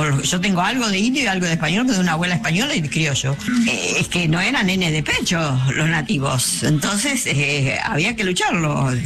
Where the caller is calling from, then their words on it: San Justo, Buenos Aires Province, Argentina; de San Justo.